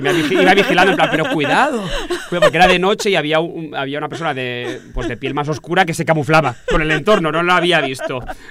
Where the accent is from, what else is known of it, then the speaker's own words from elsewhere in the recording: Terrassa, Catalonia, Spain; yo soy de Tarrasa y nunca había conducido fuera de estos sitios.